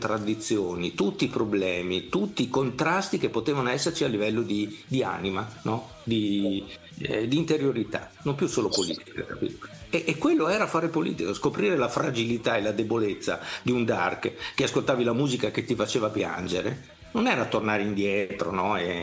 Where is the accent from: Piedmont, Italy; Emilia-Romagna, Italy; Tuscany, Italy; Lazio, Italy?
Emilia-Romagna, Italy; noi avevamo due poli, no, dalle nostre parti, uno era Bologna, il polo invernale, e l'altro era il polo estivo, che era Rimini e tutta quella parte di Romagna.